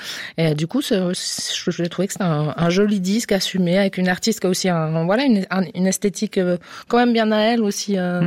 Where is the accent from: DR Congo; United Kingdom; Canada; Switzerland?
Switzerland; Romandy; en tant que suisse roman